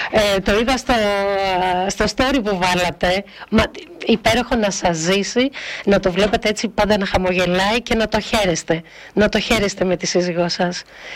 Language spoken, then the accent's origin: Greek; Düsseldorf, North Rhine-Westphalia, Germany; also born or lived in Corfu / Thesprotia; now in Distomo, Greece; Εγώ γεννήθηκα, μεγάλωσα στο Ντίσελντορφ.